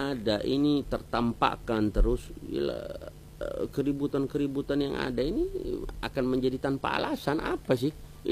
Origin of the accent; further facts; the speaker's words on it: Ambon, Maluku, Indonesia; accent: Ambonese; also born or lived in Yemen; beta ini orang Ambon, ketung hidup di Ambon.